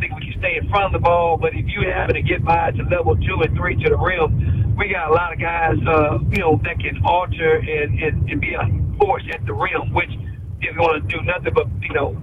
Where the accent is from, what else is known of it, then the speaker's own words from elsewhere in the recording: Waco, Texas, United States; Where we grow up, I'm from Waco, Texas, where Baylor University is at.